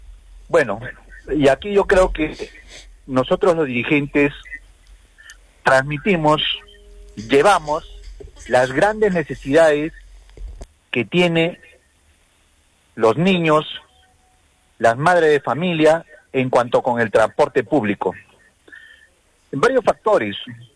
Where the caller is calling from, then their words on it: Arequipa, Peru; nosotros como arequipeños